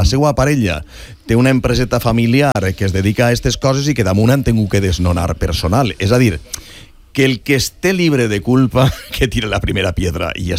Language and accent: Catalan; Alcoy, Valencian Community, Spain; Jo sóc d'Alcoi, com sóc mig catalino, sí, per ser d'Alcoi